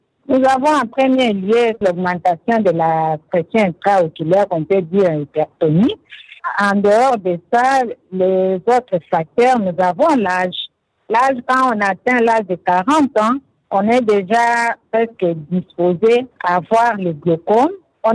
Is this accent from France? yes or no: no; DR Congo; ici, chez nous, en RDC